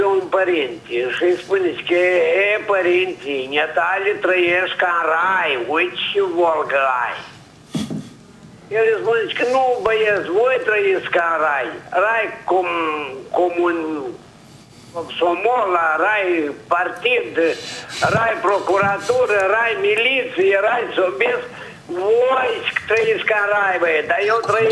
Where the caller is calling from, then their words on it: Anenii Noi, Anenii Noi District, Moldova; anenii noi.